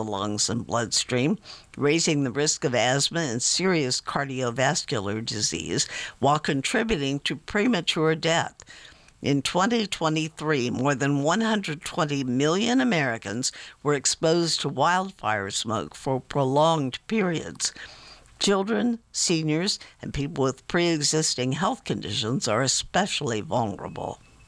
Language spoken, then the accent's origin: English; Canada; As a Canadian, I'd love nothing more than to stop the haze drifting over the border.